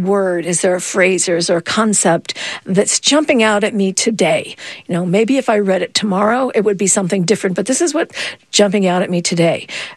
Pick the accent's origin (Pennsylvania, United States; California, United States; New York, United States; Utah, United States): Pennsylvania, United States; Latrobe; I'll send you to my hometown, Latrobe, Pennsylvania. It's got the oldest Benedictine archabbey in the country.